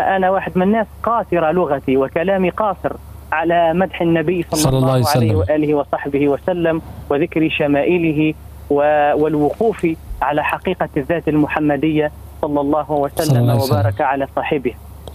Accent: Tunisia; بلادنا تونس

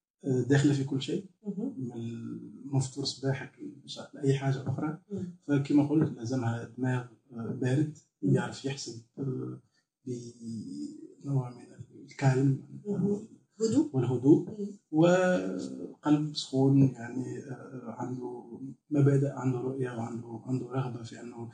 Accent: Sousse, Sousse Governorate, Tunisia; أي أكيد، بوم … من سوسة، مولود في سوسة، دونك بيئتي بيئة تونسية عادية جدا

